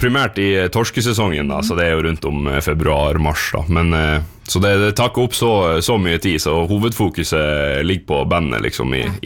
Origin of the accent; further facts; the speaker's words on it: Tromsø, Troms, Norway; now in Ålesund, Norway; jeg er fra Tromsø, og litt fra Vanylven, og litt fra Hareid og sånt.